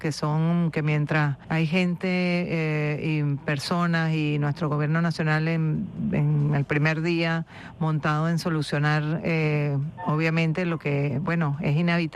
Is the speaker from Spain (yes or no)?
no; Venezuela; como bien somos los venezolanos y las venezolanas